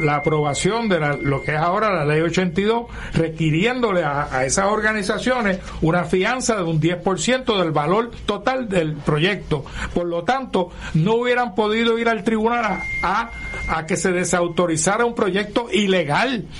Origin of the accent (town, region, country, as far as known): Puerto Rico